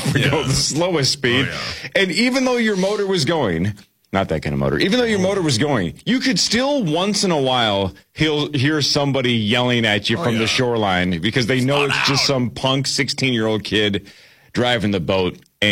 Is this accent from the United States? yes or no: yes; Chisago City, Minnesota, United States; I loved growing up in Chisago Lakes. Everybody has access to lakes because there's so many lakes.